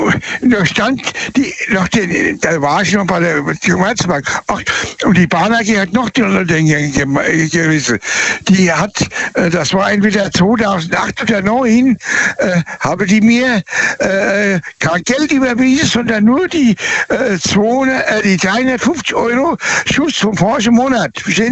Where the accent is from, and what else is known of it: Birlenbach, Rhineland-Palatinate, Germany; born there